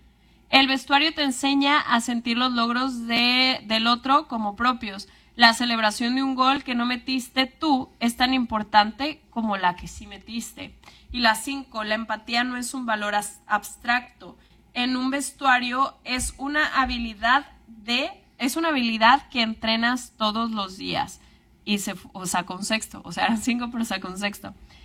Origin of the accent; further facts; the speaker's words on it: Aguascalientes, Mexico; born there; Sí, yo nací en Aguascalientes.